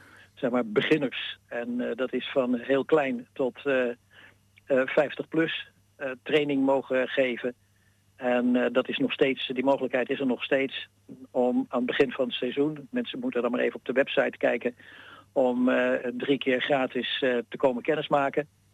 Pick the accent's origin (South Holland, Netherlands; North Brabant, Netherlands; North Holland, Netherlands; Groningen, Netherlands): North Holland, Netherlands; Bussum; dat is op mijn 12e begonnen. Dat bij ons thuis in Bussum gold dat als je naar de middelbare school ging, dan mocht je in september op hockey.